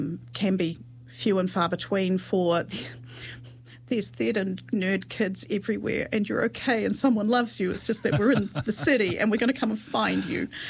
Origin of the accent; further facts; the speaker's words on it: Queenstown, Otago, New Zealand; born there; also born or lived in Dunedin; I grew up in Queenstown in the 80s